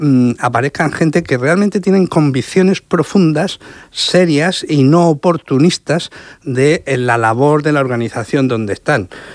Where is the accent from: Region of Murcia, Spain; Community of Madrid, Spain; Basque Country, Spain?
Region of Murcia, Spain; Murcia; born there; also born or lived in Yecla / Lorca; Yo vengo de Yecla y de Lorca. Y nacido en justo en el centro del final de, o el comienzo, según se mire, de la Gran Vía.